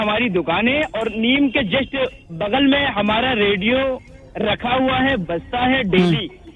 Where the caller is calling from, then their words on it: Rampur Katra, Barabanki district, Uttar Pradesh, India; जी हमारा गांव है … रामपुर कटरा, फुलवारी बाजार, जिला बाराबंकी से बात कर रहे हैं।